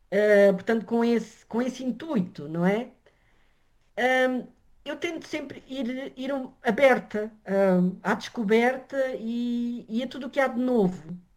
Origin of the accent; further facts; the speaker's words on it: São Brás de Alportel, Algarve, Portugal; eu não tenho dúvida nenhuma em relação à minha terra de origem, nem em relação a esse sentido de pertença, não é? Como Algarvia, de São Brás de Alportel, não tenho dúvidas